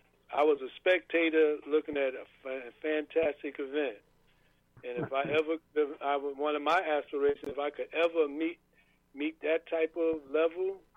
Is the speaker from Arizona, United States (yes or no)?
no; New York City, New York, United States; I'm born and raised in Harlem out of the projects, Lincoln Projects.